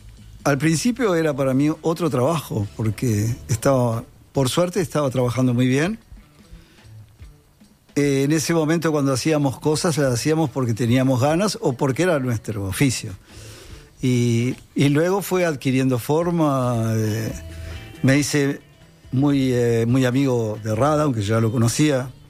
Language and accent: Spanish; Montevideo, Uruguay; yo soy de la Ciudad Vieja, yo soy de este barrio.